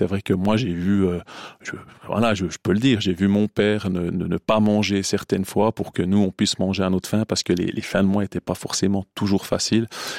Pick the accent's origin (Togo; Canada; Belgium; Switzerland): Switzerland; Courtemaîche, Jura; Ouais, hein. Je viens de Courtemèche.